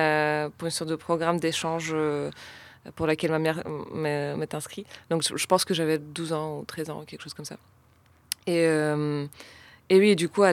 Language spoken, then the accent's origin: French; Russia; Parce que moi, j'ai grandi en Russie et en Russie, c'était énorme.